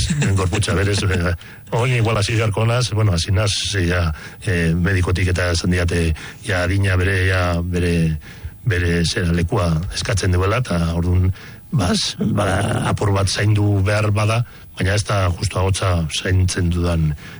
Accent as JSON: {"language": "Basque", "town": "Amorebieta-Etxano", "region": "Basque Country", "country": "Spain", "second_language": "Basque", "moved": "as an adult", "lives_now": "Mungia, Spain", "said": "izatez Zornotzarra, Amorebieta etxanokoa, oin urte nahiko txuia mungia partean bizinaz"}